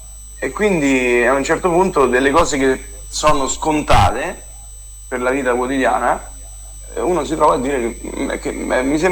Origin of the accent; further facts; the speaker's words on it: Sant'Oreste, Lazio, Italy; siamo amici di vecchia data, che tutti quanti veniamo da Santoreste.